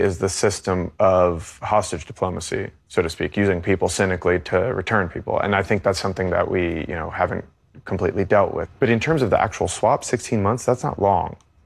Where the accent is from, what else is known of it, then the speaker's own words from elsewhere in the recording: United States; And I'm an American journalist.